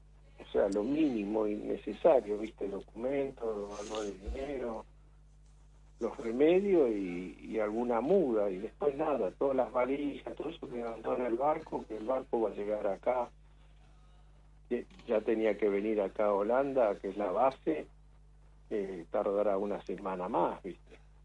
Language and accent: Spanish; Carmen de Areco, Buenos Aires Province, Argentina; Carmen de Areco.